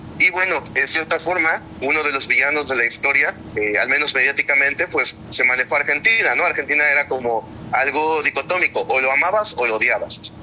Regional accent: Mexico; Como mexicano que no pudo asistir a los Juegos del Mundial

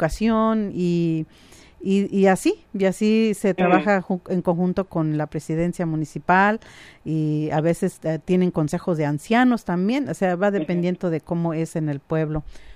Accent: San Juan Mixtepec, Oaxaca, Mexico; moved away; de allá del meritito del pueblo donde bajan las nubes, San Juan Mixtepec

